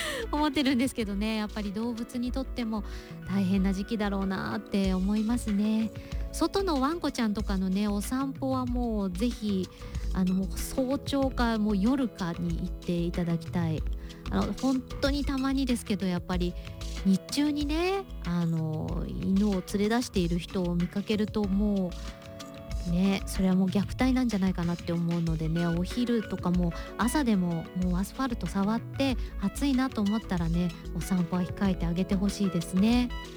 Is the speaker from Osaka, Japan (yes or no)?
no; Tochigi, Japan; 僕は栃木県出身ですが、栃木県でも甲子園出場校が決定しました。